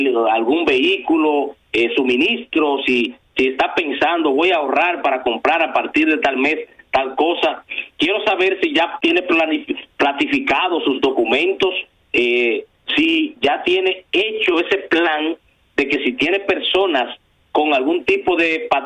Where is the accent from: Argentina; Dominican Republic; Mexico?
Dominican Republic; nosotros qué estamos haciendo como República Dominicana?